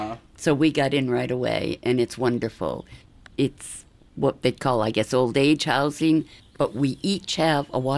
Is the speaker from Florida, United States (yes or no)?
no; Holyoke, Massachusetts, United States; I come from Holyoke. There's some there.